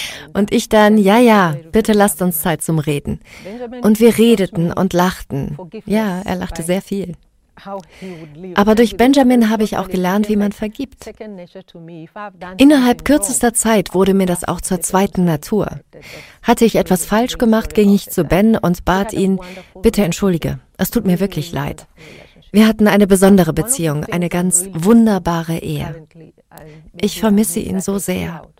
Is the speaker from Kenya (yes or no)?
yes; Mombasa, Mombasa County, Kenya; Offiziell haben wir in Kenia 82% Christen. Ich bin in Mombasa aufgewachsen und wir haben immer problemlos mit den Muslimen zusammengelebt.